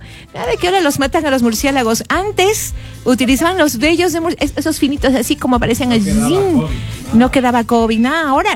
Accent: Ecuador; Recuerden que somos ecuatorianos y no somos muy altos los ecuatorianos.

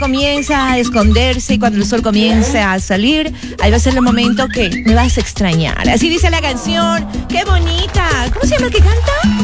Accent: Ecuador; Yo soy aquí de Ecuador, por cierto.

